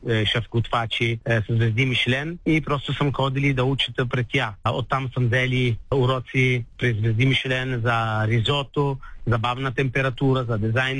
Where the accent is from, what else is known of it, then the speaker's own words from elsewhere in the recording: Italy; Bulgarian is a second language; moved away as an adult; also born or lived in Burgas, Bulgaria; now in Bulgaria; съм италианец